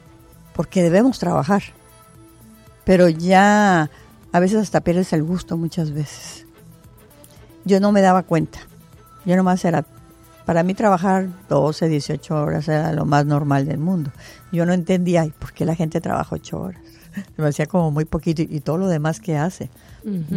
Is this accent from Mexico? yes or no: yes; Mexicali, Baja California, Mexico; now in Tijuana, Mexico; Llegué a Tijuana, soy de Mexicali, Baja California. Llegué a Tijuana en el 86